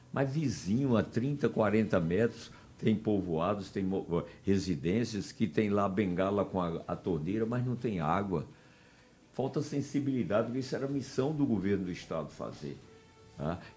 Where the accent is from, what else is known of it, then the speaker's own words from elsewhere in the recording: Paraíba, Brazil; also born or lived in João Pessoa, Paraíba; ter nascido no sertão da Paraíba, eu represento parte da Paraíba, daqueles que tiveram que sair da sua terra natal em busca da sobrevivência